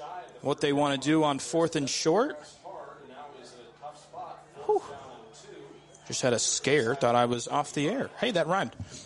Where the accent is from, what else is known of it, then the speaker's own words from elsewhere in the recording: Illinois, United States; now in Central Illinois, United States; Growing up in Northern Illinois, I thought the cutoff to Southern Illinois was Peoria. Then I moved down here and realized nobody thinks like that.